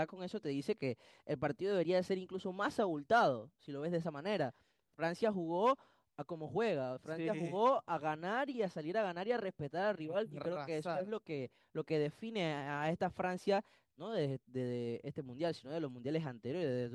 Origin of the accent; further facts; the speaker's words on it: Panama; Somos panameños